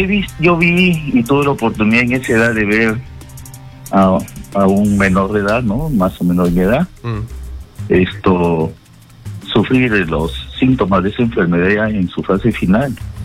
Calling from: northern Peru, Peru; Yo soy del norte del Perú.

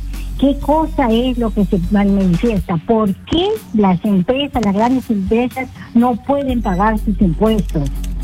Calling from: Piura, Peru; hablo de Piura

